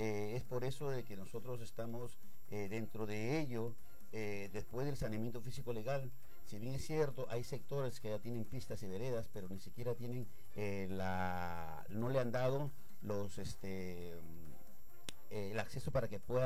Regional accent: Castilla, Piura, Peru; yo soy castellano

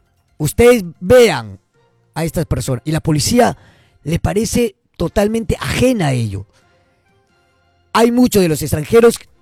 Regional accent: Peru

